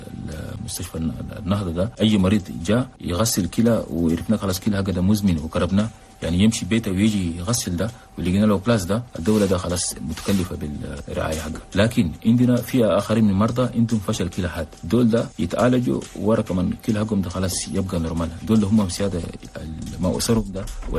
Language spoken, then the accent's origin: Arabic; Chad; لكن عندنا في تشاد ما بيدنا ماله لأنه في تشاد إلى الآن ما عندنا يعني قانون يقدر ينظم لنا الزرع